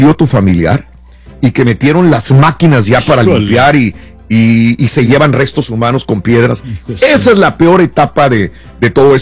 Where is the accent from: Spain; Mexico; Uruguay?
Mexico; sobre todo en nuestro México